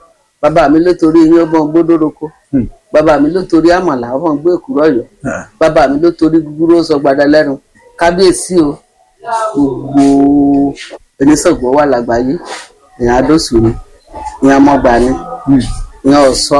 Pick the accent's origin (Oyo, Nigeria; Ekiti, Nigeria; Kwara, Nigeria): Ekiti, Nigeria; Èkìtì ni mí.